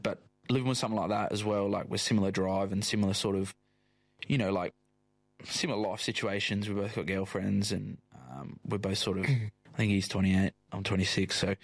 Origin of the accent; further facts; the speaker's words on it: Western Australia, Australia; also born or lived in England; now in Cottesloe, Australia; I'm proud Australian, proud English.